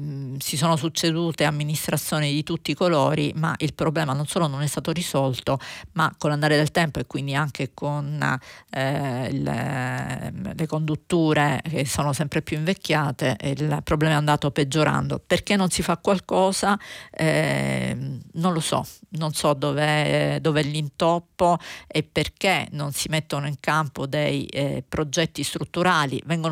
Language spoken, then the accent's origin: Italian; Calabria, Italy; moved away; Io sono calabrese, quindi sono particolarmente attenta alla mia regione d'origine.